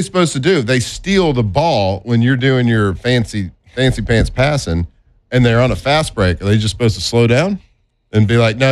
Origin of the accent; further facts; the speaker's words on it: United States; because I'm an American. I pronounce a Z like you're supposed to.